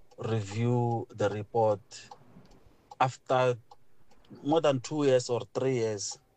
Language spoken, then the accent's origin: English; Mpumalanga, South Africa; Good morning. … from Mpumalanga.